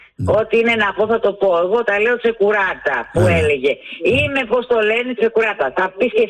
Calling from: Eastern Macedonia and Thrace, Greece; Από εκεί είμαι, από τον Εύρο είμαι.

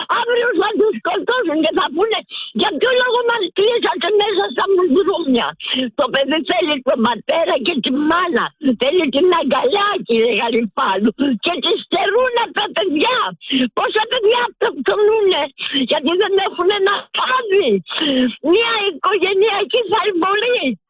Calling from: Greece; σαν Ελληνίδα, γιατί αγαπάω την πατρίδα μου

